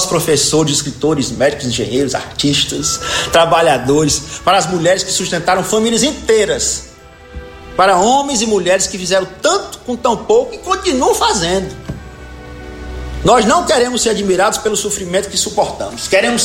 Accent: Ceará, Brazil; E olha que eu sou cearense

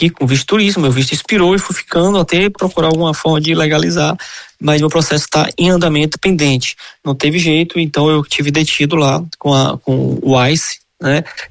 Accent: Jequié, Bahia, Brazil; No interior da Bahia, sou de Jequié

